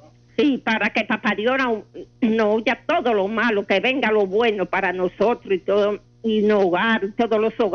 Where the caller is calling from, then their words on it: Cutupú, La Vega, Dominican Republic; De Cutupú